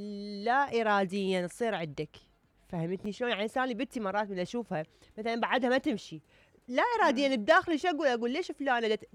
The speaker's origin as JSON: {"language": "Arabic", "country": "Syria", "said": "أنا سوري أقاطعك بس هي نفس المقارنات"}